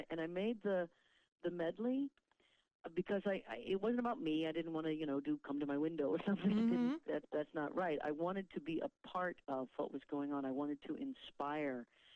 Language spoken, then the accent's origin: English; United States; because I am an American citizen. I'm a mother. I'm a person that is very concerned about this country. I love this country so much.